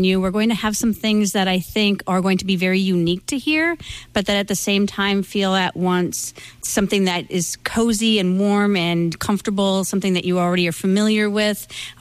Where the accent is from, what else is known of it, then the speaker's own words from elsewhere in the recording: Napoleon, North Dakota, United States; growing up in Napoleon, where we always had kuchen